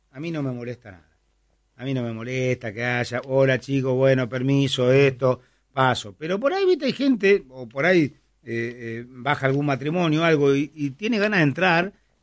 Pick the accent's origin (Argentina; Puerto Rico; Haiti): Argentina; somos los argentinos